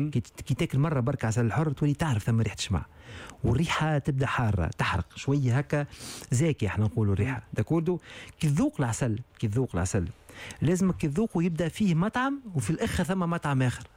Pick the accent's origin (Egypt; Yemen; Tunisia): Tunisia; انا كعسل تونسي كمربي تونسي